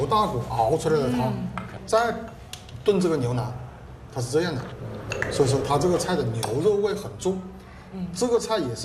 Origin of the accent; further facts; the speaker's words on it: Changsha, Hunan, China; 我作为一个长沙人